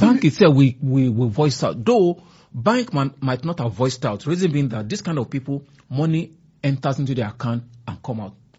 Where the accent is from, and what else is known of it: Nigeria